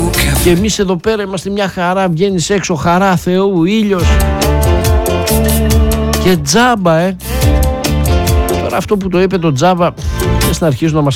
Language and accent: Greek; Greece; σαν Έλληνες